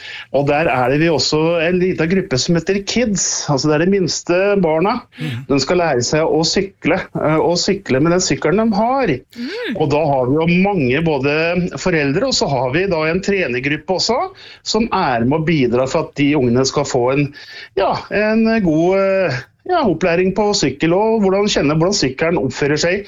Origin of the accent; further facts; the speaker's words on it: Brøttum, Innlandet, Norway; det begynte jo gjerne med noen små skirenn på det nysløperennet hjemme på Brøttum da. Ja, det er jo sånn bygd